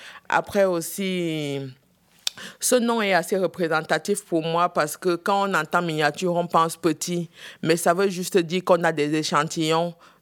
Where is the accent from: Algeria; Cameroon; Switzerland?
Cameroon; Dschang, West; moved away; moi je viens du Cameroun.